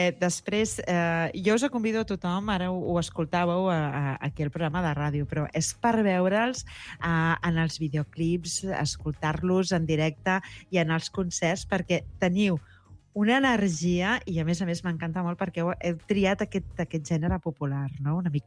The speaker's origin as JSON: {"language": "Catalan", "region": "Catalonia", "country": "Spain", "said": "perquè jo també sóc del Camp de Tarragona."}